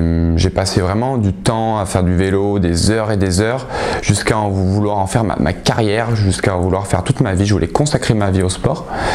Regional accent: Oyonnax, Auvergne-Rhône-Alpes, France

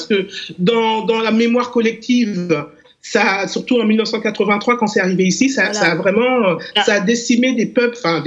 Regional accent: DR Congo; Je vois par exemple ici chez nous, en RDC, il y a 80 000 personnes qui bénéficient du traitement

